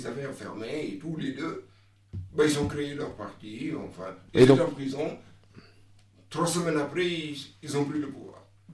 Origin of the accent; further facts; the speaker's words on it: Senegal; Regardez, moi je suis Sénégalais, j'ai de la famille en Afrique.